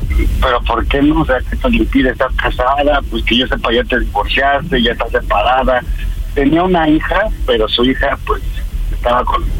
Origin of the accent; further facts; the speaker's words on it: Nepantla, State of Mexico, Mexico; 42 años, soy de Nepantla.